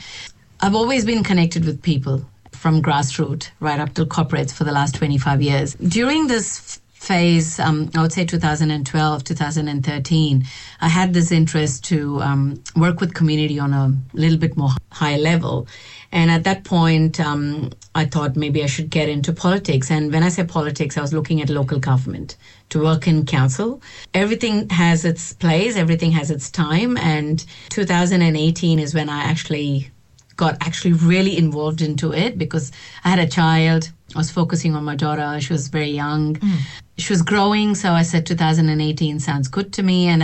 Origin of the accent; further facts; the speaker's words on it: Australia; ethnicity, but having lived my life pretty much in Australia, I carry a mix of my own ethnicity as well as being an Australian.